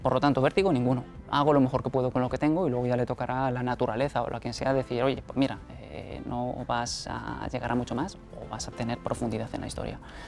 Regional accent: Madrid, Community of Madrid, Spain; yo soy de aquí, yo soy de Madrid

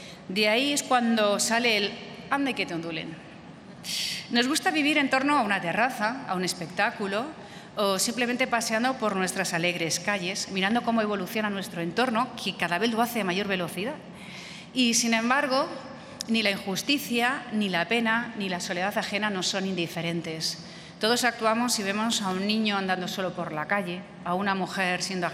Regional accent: Community of Madrid, Spain

